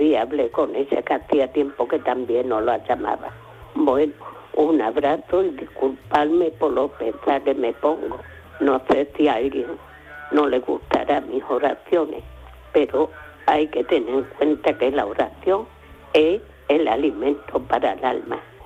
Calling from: Algeciras, Andalusia, Spain; de Algeciras

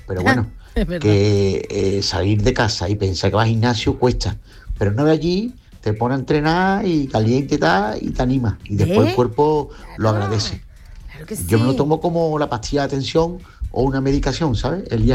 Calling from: Cádiz, Andalusia, Spain; Hola, Yuyu y compañía … de Cádiz.

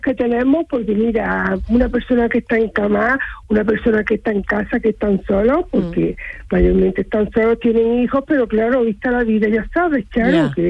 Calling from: Córdoba, Andalusia, Spain; yo soy de Córdoba capital.

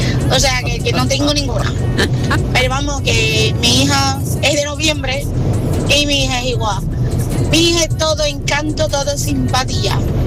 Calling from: Seville, Andalusia, Spain; Buenos días … de Sevilla.

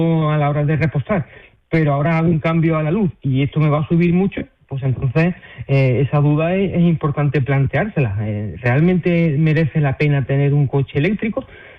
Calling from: Utrera, Andalusia, Spain; Estamos en Utrera, en Sevilla.

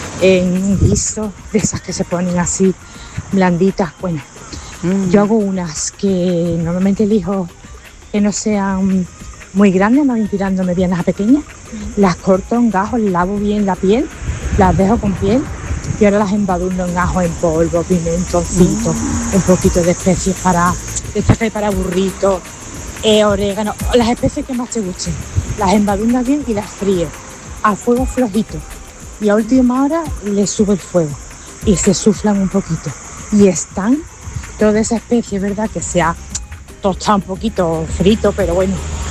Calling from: Seville, Andalusia, Spain; de Sevilla.

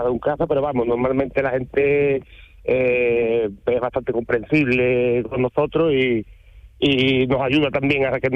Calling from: Vejer de la Frontera, Andalusia, Spain; Soy un Vejer de la Frontera, un maravilloso pueblo aquí de la provincia de Cádiz.

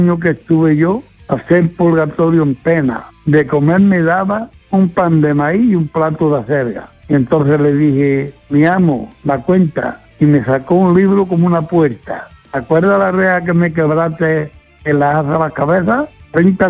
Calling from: Padul, Andalusia, Spain; de Padul.

